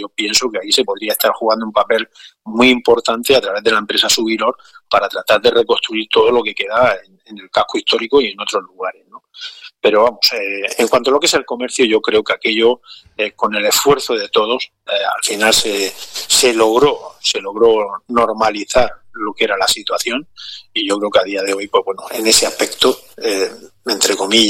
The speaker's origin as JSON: {"language": "Spanish", "town": "Lorca", "region": "Region of Murcia", "country": "Spain", "said": "Es agradecimiento lo que tengo hacia mi pueblo y hacia todos aquellos que componen la sociedad de Lorca."}